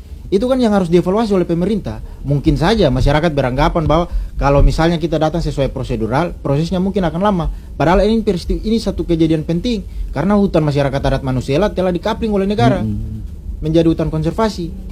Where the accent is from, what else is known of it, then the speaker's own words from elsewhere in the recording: Yamdena Island, Maluku, Indonesia; Kampung saya itu di Kilmasa, persisnya itu di Pulau Yamdena, itu di Kecamatan Kormomolin. Nah, kampung saya itu di pesisir pantai